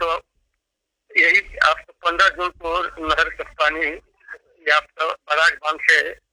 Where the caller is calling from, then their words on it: Rohtas district, Bihar, India; धान भी बहुत जबरदस्त होता है हमारे जिला में।